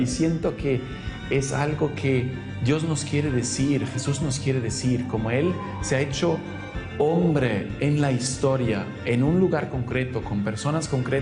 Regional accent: Italy; first language German; Spanish is a second language; soy italiano, de habla alemana, y viajo mucho por Europa

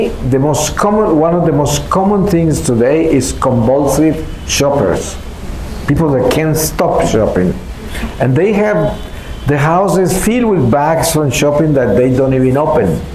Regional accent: Germany; now in Los Angeles, United States; I came from Germany, where I went to school

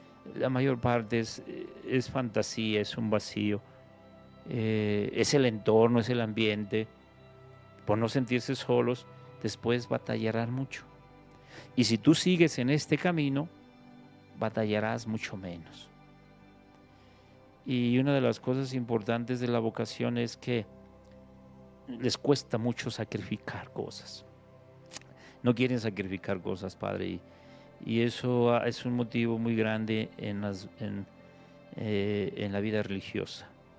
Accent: Zacatecas, Mexico; moved away; Y también cuando salí de México, de Zacatecas a México al seminario, sin conocer nada, Padre, yo me fui sin conocer nada.

